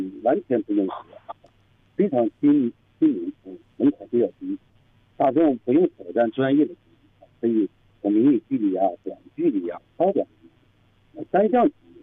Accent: China; 首先是啊，打破了我们中国人这个一个心理的壁垒吧

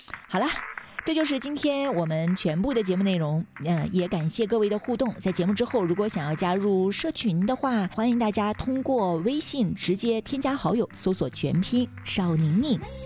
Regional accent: China

